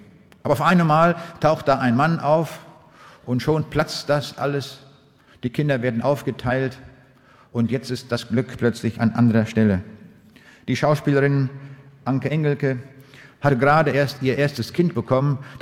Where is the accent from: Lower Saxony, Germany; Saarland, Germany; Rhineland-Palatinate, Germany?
Lower Saxony, Germany; Braunschweig; Ich komme aus der Stadt Braunschweig